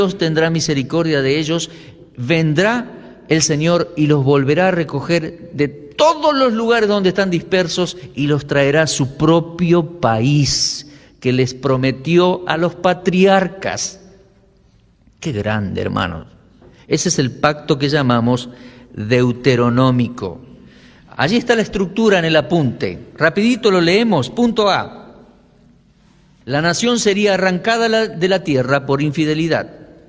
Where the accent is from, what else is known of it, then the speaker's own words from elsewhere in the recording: Argentina; nosotros como argentinos